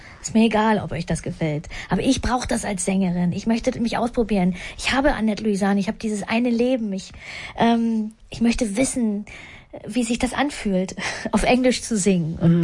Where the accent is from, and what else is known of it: Schönhausen, Saxony-Anhalt, Germany; born or raised there; also born or lived in Havelberg